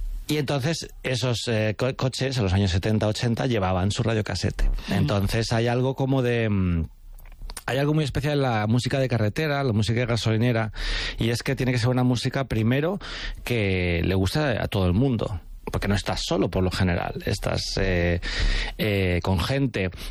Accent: Alcorcón, Community of Madrid, Spain; Cuando decían, ¿tú de dónde eres? Yo decía, Alcorcón. La gente era como... ¿Sabes? En plan, como que les parecía gracioso ser de Alcorcón.

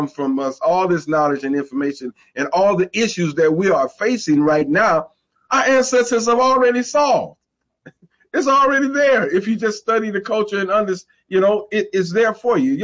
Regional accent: Alabama, United States; You know, oh, no, I'm from Alabama.

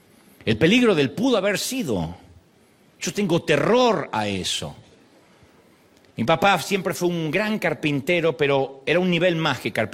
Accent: Argentina; now in United States; 3 colectivos, le decimos en mi país

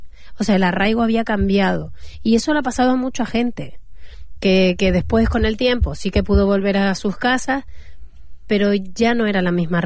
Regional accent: La Palma, Canary Islands, Spain; ¿de dónde eres? De La Palma. La isla del volcán.

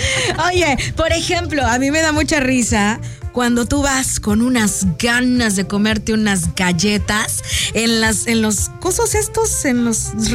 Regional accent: Mexico; nos pusimos bien mexicanos en México con nuestra fiesta mexicana.

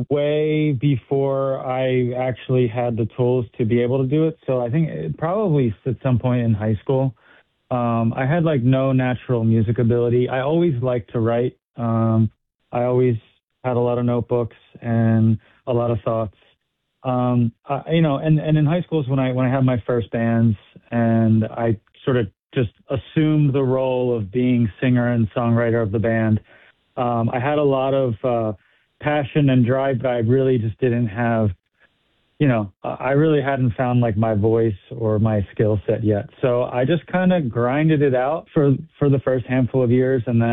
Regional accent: New Jersey, United States; So I grew up right outside of Philly in South Jersey.

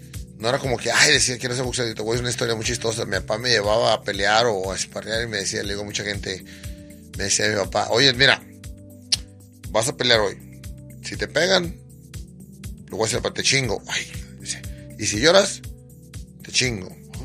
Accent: Ciudad Obregón, Sonora, Mexico; yo siempre he dicho, en Obregón, Sonora, mi tierra, jugamos dos deportes fuertes, que es el boxeo y el béisbol.

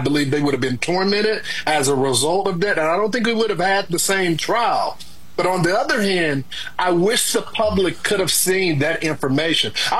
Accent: Dallas, Texas, United States; I'm from Dallas

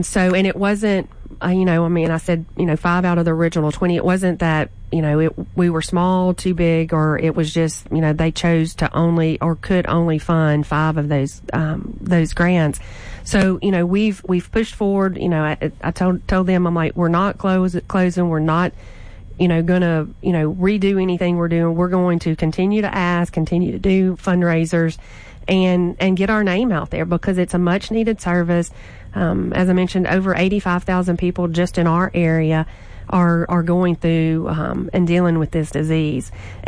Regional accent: Logansport, Louisiana, United States; So we're going to Logansport tomorrow, which is my hometown

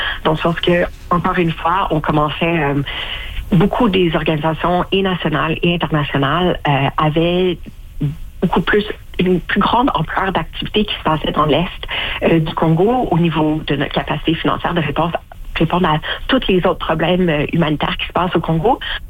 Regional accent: Canada; Donc, pour moi, ça, en tant que Canadienne, ça me choque profondément.

